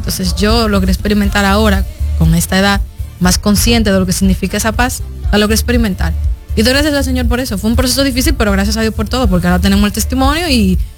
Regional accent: Santo Domingo, Dominican Republic; Yo tengo 27 años, nací en República Dominicana y también nací y criada en Santo Domingo.

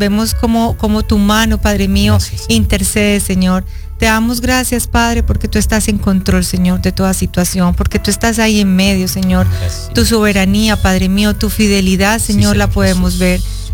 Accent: Colombia; born there; Mi nación, yo digo que ya yo soy de Cristo, pero la bueno, nación, nací la en esta tierra hermosa, tierra bendita, como le decimos, gloria, Colombia.

